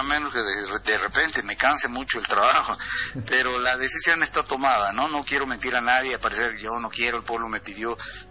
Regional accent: Sucre, Chuquisaca, Bolivia; moved away as an adult; now in Beni, Bolivia; nací en Sucre, estudié en el Colegio Sagrado Corazón, estudié Derecho en la Universidad de San Francisco Javier, acá de Chuquisaca. Conozco una veniana que me conquista el corazón y me lleva al Beni, y ahí me quedé a ejercer mi profesión durante todos estos años.

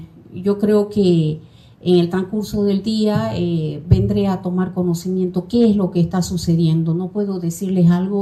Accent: Santa Cruz, Bolivia; mi compromiso con mi pueblo cruceño

